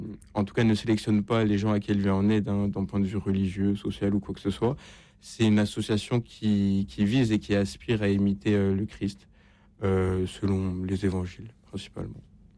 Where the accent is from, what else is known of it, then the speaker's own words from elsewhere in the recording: Montpellier, Occitanie, France; moved away as an adult; parce que j'étais dans une nouvelle ville, parce que de base, je viens de Montpellier.